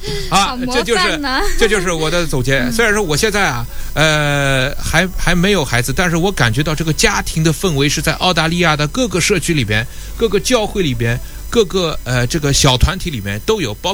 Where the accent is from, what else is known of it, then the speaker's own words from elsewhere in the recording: Shanghai, China; 因为我是上海的